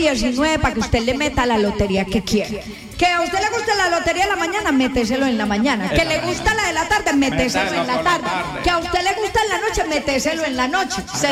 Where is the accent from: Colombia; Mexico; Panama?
Colombia; Antioquia; yo también tenía ya en mi pueblo de Antioquia una tiendita.